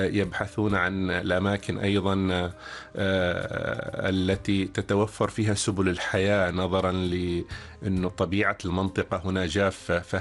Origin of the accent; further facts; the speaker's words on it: Saham, Al Batinah North, Oman; born there; قرية شيدة، أنا مسكون بقريتي التي ولدت فيها، رغم أني لم أعش فيها فترة طويلة ولكن سنوات الطفولة الأولى